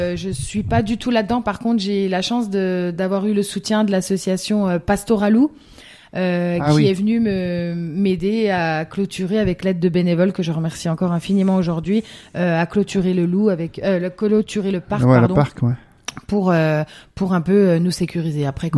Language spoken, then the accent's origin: French; Grand Est, France